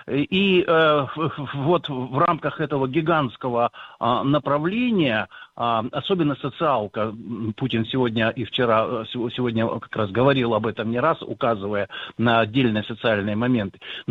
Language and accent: Russian; Irkutsk, Irkutsk Oblast, Russia; я сам родился, вырос в Восточной Сибири, в Иркутске